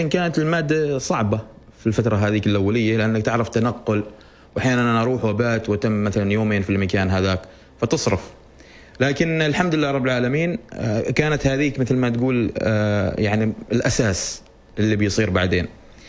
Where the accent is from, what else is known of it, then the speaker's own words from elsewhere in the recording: Oman; قلت لهم I'm from عمان، I'm from سلطنة في عمان.